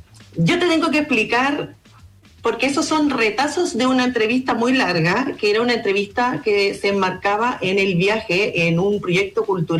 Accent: Easter Island, Valparaíso, Chile; se estaba trabajando y eso lo sé yo, porque soy de Rapa Nui

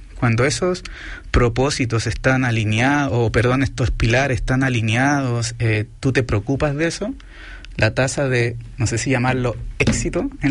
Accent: Valdivia, Los Ríos, Chile; Quería que sepan que en el sur de Chile, no lo dije, pero soy del sur, soy de Valdivia

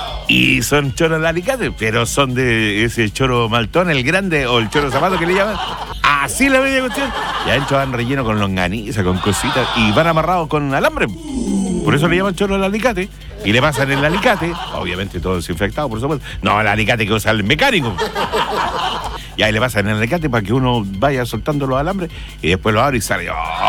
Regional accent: Talcahuano, Biobío, Chile; born there; Yo nací acá en el puerto, porque yo nací en Talcahua, ¿no? Chorero.

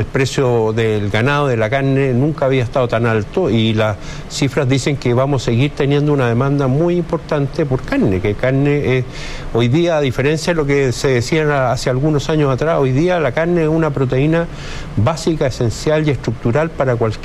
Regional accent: Chile

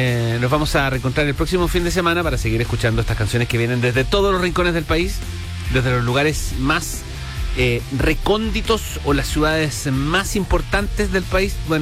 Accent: Antofagasta, Chile; los voy a dejar con, primero, una banda de la ciudad de donde yo soy, de la región de donde yo soy, de Antofagasta.

